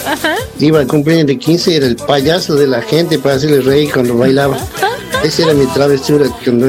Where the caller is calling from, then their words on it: Buenos Aires, Argentina; Yo vivo en Buenos Aires